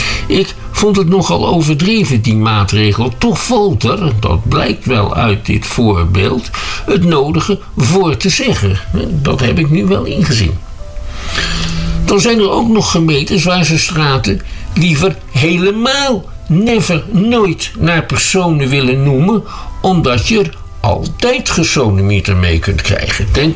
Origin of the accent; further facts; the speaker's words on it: Schiedam, South Holland, Netherlands; Daar zijn we als Schiedammers best trots op.